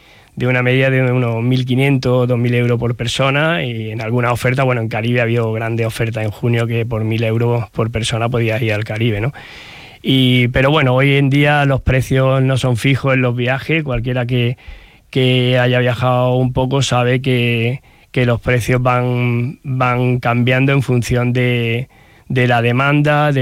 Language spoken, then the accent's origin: Spanish; Málaga, Andalusia, Spain; como es en mi caso, que soy muy malagueño y muy de aquí, de la playa